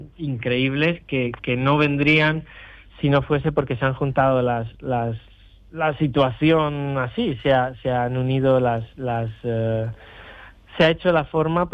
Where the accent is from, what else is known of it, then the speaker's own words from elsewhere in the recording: Sorbas, Andalusia, Spain; also born or lived in Almería; now in Hong Kong, China; Sí, yo nací en Almería, pero bueno, soy de Sorbas.